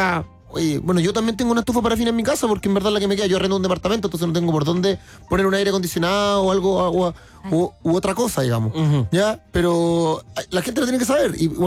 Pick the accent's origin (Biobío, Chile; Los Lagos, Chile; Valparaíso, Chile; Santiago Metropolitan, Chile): Biobío, Chile; Concepción; Y la leña, mira, lo que pasa con la leña, yo soy del sur, de Concepción.